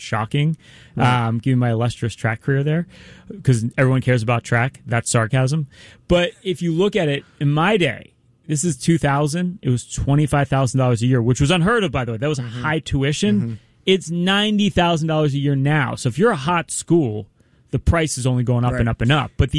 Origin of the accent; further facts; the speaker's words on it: Philadelphia, Pennsylvania, United States; Because I'm from Philadelphia.